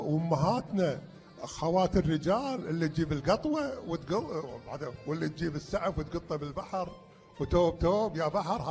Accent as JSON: {"language": "Arabic", "country": "Kuwait", "said": "وهذه شغلتنا ككويتيين"}